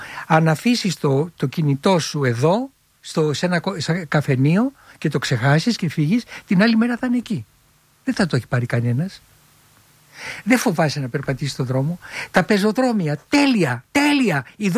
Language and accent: Greek; Filothei, Attica, Greece; γεννήθηκα στη Φιλοθέη. Γέννημα θρέμα.